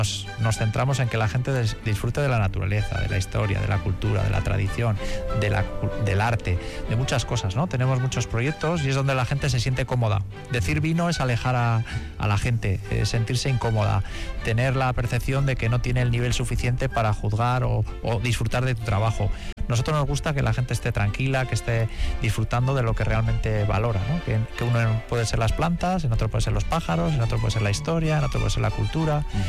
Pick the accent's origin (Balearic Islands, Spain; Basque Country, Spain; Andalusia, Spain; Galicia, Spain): Basque Country, Spain; Bilbao; born there; Nací en Santutxu